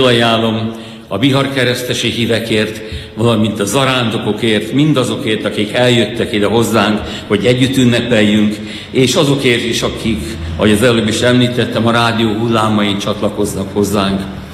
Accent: Gyomaendrőd, Békés, Hungary; moved away as an adult; also born or lived in Hosszúpályi; now in Orosháza, Hungary; és így kerültem minden haza szülővárosomba, Gyomendrődre, majd aztán később Orosházára.

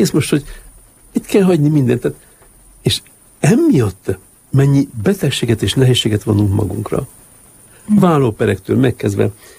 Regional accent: Hungary; Nem, én egyedül voltam csak magyar.

